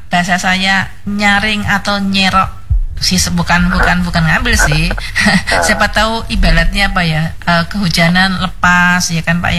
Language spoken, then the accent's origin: Indonesian; Surabaya, East Java, Indonesia; born there; now in Kutai Kartanegara, Indonesia; waktu SMP di Surabaya